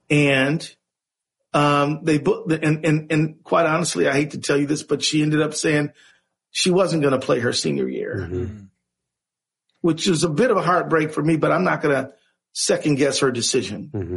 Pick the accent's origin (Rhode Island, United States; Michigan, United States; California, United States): Michigan, United States; Detroit; moved away as an adult; now in Minnesota, United States; I was born and raised in Detroit, I lived my whole adult life in Minnesota. But when I, from zero to about 22, I lived in Detroit.